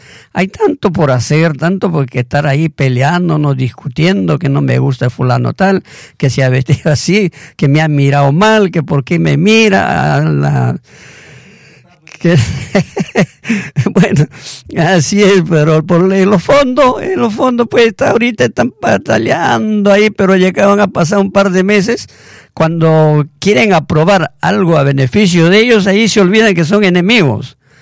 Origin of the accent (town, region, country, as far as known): Peru